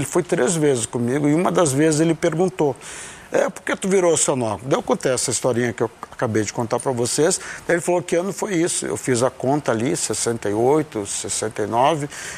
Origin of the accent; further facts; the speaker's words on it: Taquari, Rio Grande do Sul, Brazil; moved away as an adult; now in Fernando de Noronha, Brazil; Interior, 100 quilômetros de Porto Alegre, não é grande Porto Alegre, é uma cidade pequena, de origem açoriana. Uhum. Fui criado em fazendas, meus avós são fazendeiros, então fui criado em fazendas de amigos, de parentes, à beira do rio, açude.